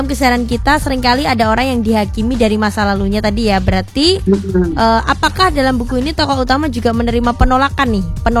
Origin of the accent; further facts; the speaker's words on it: Java, Indonesia; now in Pontianak, Indonesia; Karena saya asli Jawa, lagi kerja di Pontianak, melihat budaya dan tradisi Dayak itu sungguh bagus banget.